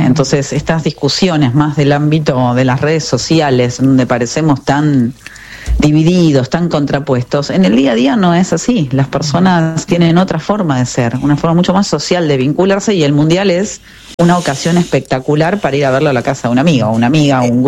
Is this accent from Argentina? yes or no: yes; Argentina; Que nosotros como argentinos consideramos que si Argentina le va bien y está en el mundial, la gente está mejor